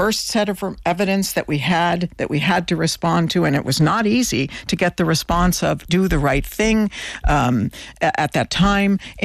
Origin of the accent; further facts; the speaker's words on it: Ireland; And I think, as Irish people, we are people who value ritualizing the passing of loved ones.